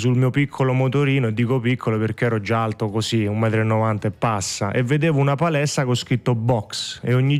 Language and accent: Italian; Rome, Lazio, Italy; now in United States; perché vengo da Roma